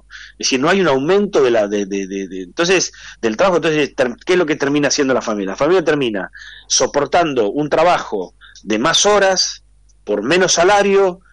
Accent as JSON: {"language": "Spanish", "country": "Argentina"}